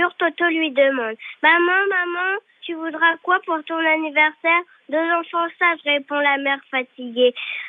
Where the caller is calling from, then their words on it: Caen, Normandy, France; J'habite à Caen.